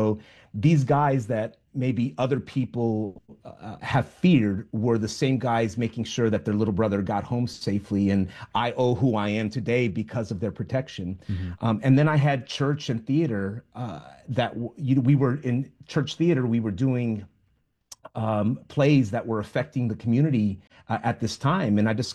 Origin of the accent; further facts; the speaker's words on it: Wilmington, California, United States; So I grew up in Wilmington, California, in South Los Angeles. I was one of seven boys.